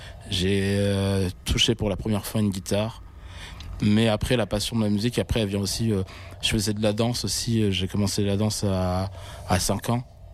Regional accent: Talence, Nouvelle-Aquitaine, France; also born or lived in Bordeaux; Ouais, je suis né à Talence, là juste à côté.

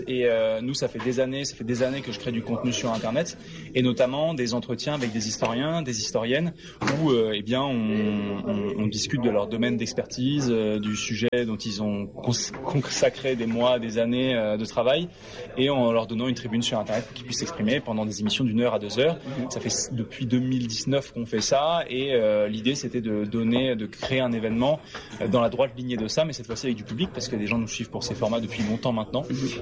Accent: Brittany, France; Moi, je suis breton

